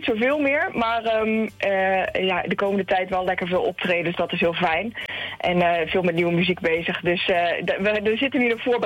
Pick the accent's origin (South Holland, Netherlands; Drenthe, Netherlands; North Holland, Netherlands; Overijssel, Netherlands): Overijssel, Netherlands; Raalte; also born or lived in Nijmegen / Enschede; now in Olst, Netherlands; Nee, geboren en opgegroeid in Raalte. Ik woon nu in Olst sinds een paar jaar...